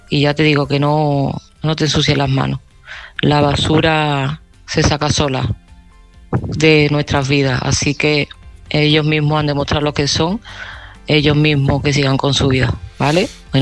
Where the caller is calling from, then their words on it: Seville, Andalusia, Spain; de Sevilla y este mensaje va para Basile.